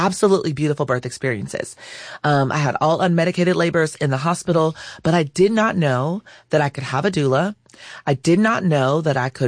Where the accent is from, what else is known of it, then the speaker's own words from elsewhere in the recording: California, United States; So I'm from California. My oldest was born in California. My family is from Arkansas.